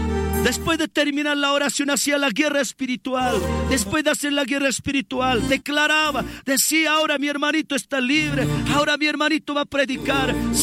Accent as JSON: {"language": "Spanish", "region": "La Paz", "country": "Bolivia", "said": "he salido de la ciudad al campo. Hermano, de Viacha a mi pueblo es casi 1 hora más todavía a pie."}